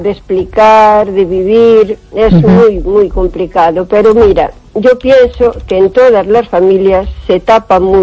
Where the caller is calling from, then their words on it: O Carballiño, Galicia, Spain; de Carballiño.